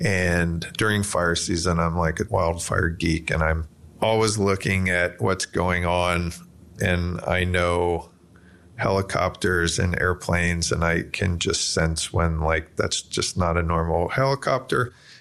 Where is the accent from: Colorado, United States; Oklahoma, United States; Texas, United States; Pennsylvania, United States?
Pennsylvania, United States; Like Jacob and Trish, I grew up on the East Coast in Southeast Pennsylvania.